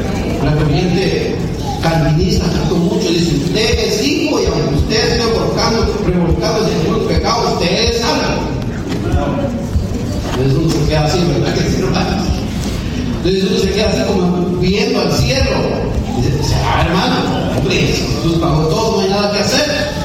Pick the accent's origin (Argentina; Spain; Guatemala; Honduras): Guatemala; yo soy de Guatemala, pero hemos sido de instituciones cristianas